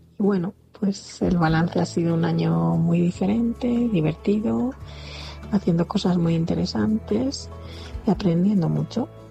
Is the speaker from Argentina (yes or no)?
no; Rivas, Community of Madrid, Spain; soy de Rivas